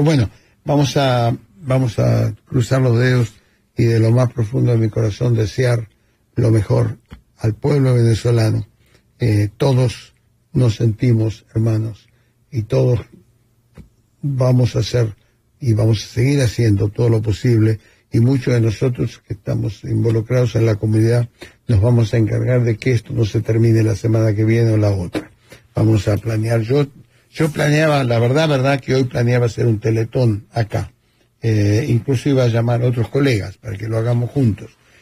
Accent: Argentina; Bueno, como argentino no los querría de contrincantes

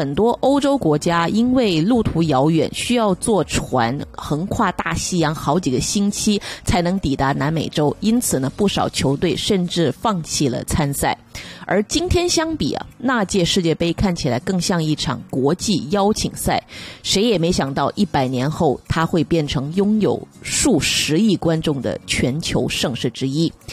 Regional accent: Canada; 我们加拿大人

